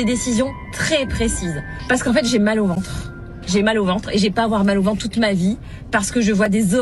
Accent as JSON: {"language": "French", "country": "France", "said": "Moi, je suis française. Je suis très fière d'être française."}